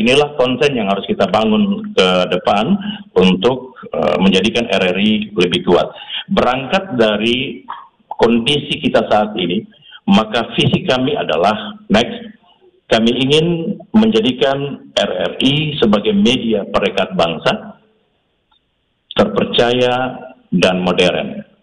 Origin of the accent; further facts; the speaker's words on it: Kaimana, West Papua, Indonesia; Saya mengambil contoh misalnya di kampung saya di Kaimana sana, di Papua Barat.